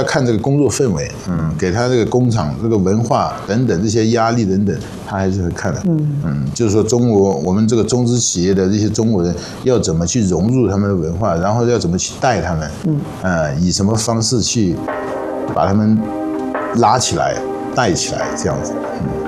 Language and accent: Chinese; Thailand; 我是泰国人，泰国华裔。